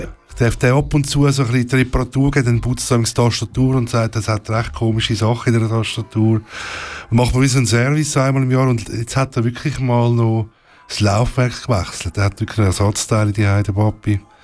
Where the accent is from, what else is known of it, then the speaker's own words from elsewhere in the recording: Switzerland; born there; accent: Swiss German; Meine Eltern sind von der Tschechoslowakei geflüchtet in die Schweiz. Und ich habe in der kürzesten Zeit Deutsch und Tschechisch gelernt.